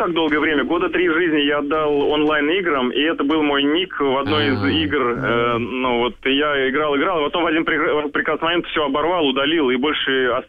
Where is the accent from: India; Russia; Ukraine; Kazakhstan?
Russia; Tolyatti, Samara Oblast; now in Saint Petersburg, Russia; приехал из Самарской области, из города Тольятти, там, где волжские автомобили делаются.